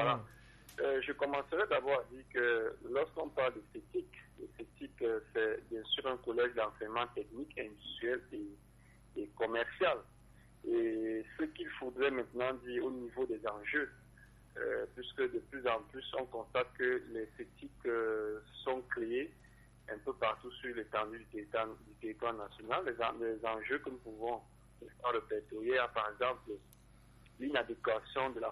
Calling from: Cameroon

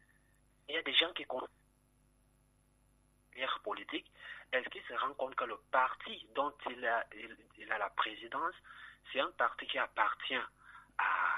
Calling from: Yaoundé, Centre, Cameroon; Ah, je suis à Tam Tam.

